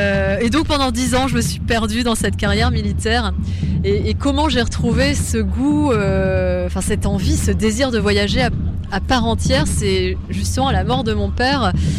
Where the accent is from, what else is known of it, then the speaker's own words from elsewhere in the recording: Hauts-de-France, France; born there; Je suis née en Picardie, c'est très exotique.